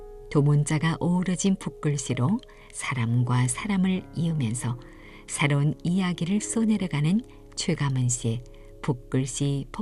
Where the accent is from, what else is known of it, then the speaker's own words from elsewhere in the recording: China; 네, 저는 중국 조선족이라고 답합니다. 우리는 중국 조선족이고 한어와 조선어를 함께 배운 세대예요.